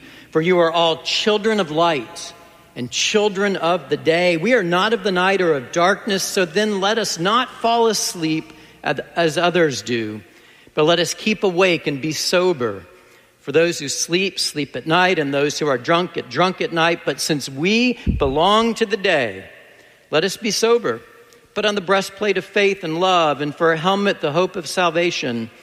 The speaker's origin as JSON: {"language": "English", "town": "Wheaton", "region": "Illinois", "country": "United States", "tie": "born or raised there"}